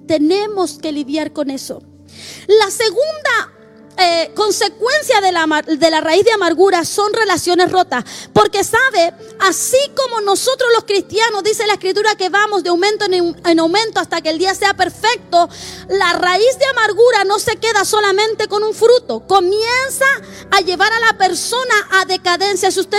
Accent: Chile; yo soy bien chilena para hablar.

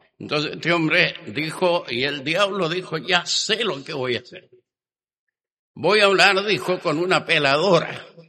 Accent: Chile; el nombre que nosotros le damos acá a vulgar como chileno.

